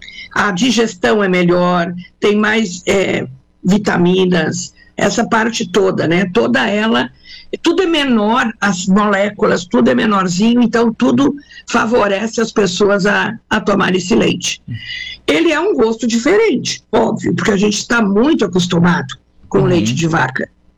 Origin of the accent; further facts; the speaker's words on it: Rio Grande do Sul, Brazil; now in Arroio do Silva, Santa Catarina, Brazil; Eu sempre fui professora, muito urbana, sempre morei em cidade, sou do Rio Grande do Sul, e nós tínhamos casa aqui no Arroio.